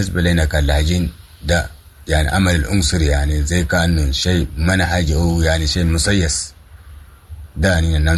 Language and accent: Arabic; Sudan; moved away; نحن قاعدين نتعب كسودانيين وفقدنا الوطن